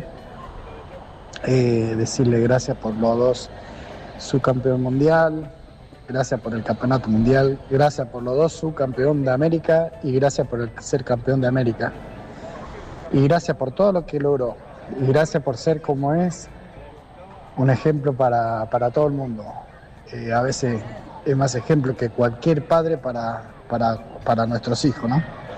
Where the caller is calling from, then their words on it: José C. Paz, Buenos Aires Province, Argentina; de José Cepaz.